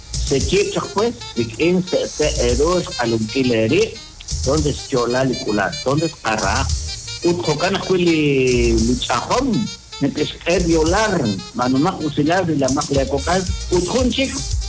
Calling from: Fray Bartolomé de las Casas, Alta Verapaz, Guatemala

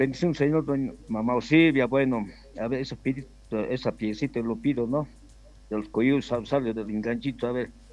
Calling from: Cochabamba, Bolivia

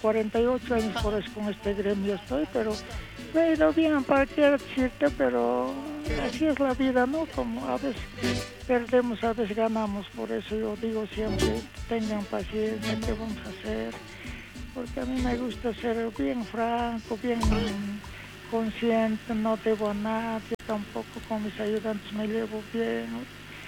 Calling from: Poopó, Oruro, Bolivia; yo soy de Popó también

